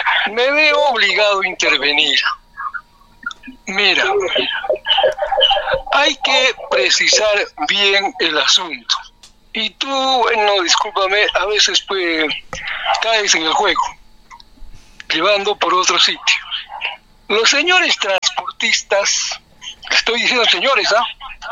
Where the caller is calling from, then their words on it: Arequipa, Peru; pues yo también soy arequipeño